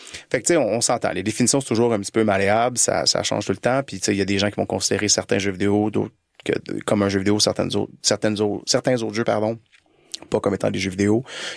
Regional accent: Laval, Quebec, Canada; born or raised there; now in Montreal, Canada

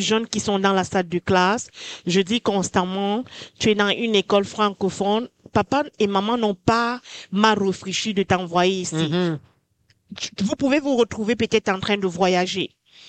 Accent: Cameroon; now in Thompson, Canada; Je suis camerounaise d'origine.

